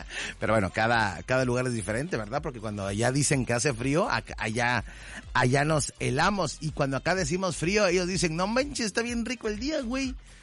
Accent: Veracruz, Mexico; los que somos de Veracruz

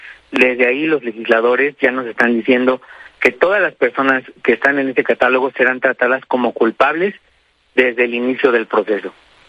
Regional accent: Mexico; nosotros como sociedad mexicana

